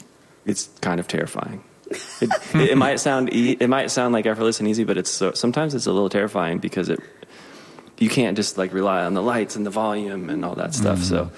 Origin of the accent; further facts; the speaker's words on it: Indianapolis, Indiana, United States; I grew up in Indianapolis, Indiana, and lived there, went to school in Bloomington, studied music.